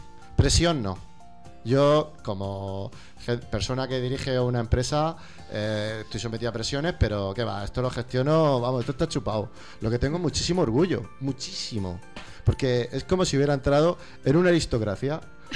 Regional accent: Alcantarilla, Region of Murcia, Spain; also born or lived in Campoamor; estoy recordando todo lo que he pasado en mi infancia en el pueblo y toda esta juventud

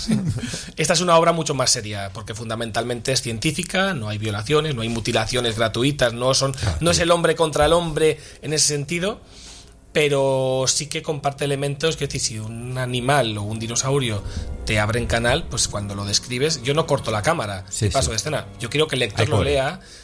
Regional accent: Cantabria, Spain; yo siendo autor cántabro

